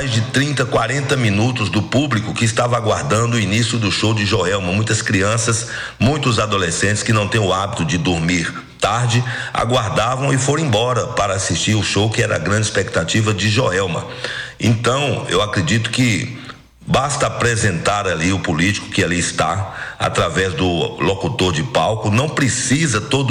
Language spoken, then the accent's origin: Portuguese; Bahia, Brazil; nós estamos aqui como baianos querendo uma resposta.